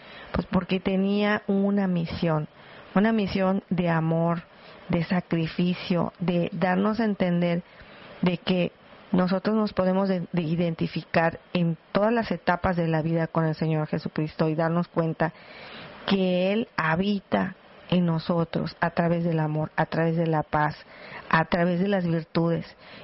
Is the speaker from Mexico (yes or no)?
yes; Mexico; claro, porque somos mexicanos, ¿verdad?, amamos a la Virgen de Guadalupe